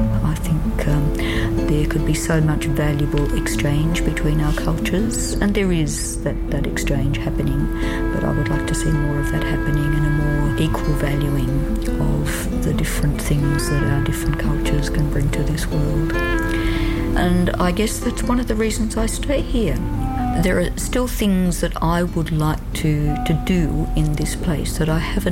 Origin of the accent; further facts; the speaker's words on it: Melbourne, Victoria, Australia; born there; also born or lived in Canberra; now in Alice Springs, Australia; I was born in Melbourne and I came here in 1995, to Alice Springs, because I met in Canberra, where I was living at the time